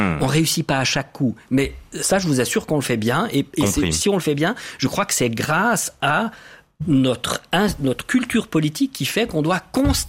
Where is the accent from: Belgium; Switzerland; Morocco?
Switzerland; Mais c'est pas parce qu'on est neutre. C'est parce qu'on est Suisse.